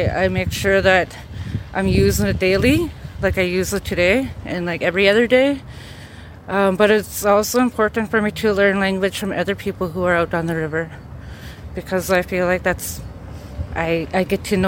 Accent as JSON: {"language": "English", "town": "Fort McPherson", "region": "Northwest Territories", "country": "Canada", "tie": "born or raised there", "said": "I'm Tetlet Gwich'in, main and people of the headwaters. I was raised in Fort McPherson, Northwest Territories, but I reside here on the Tan in Kualantan, traditional territory."}